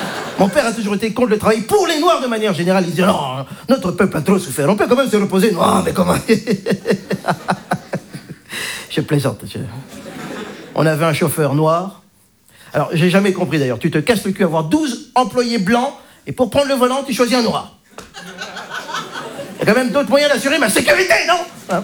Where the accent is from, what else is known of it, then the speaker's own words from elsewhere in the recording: Belgium; also born or lived in Democratic Republic of the Congo; Donc, je suis belge. Hein, je représente donc la Belgique ce soir.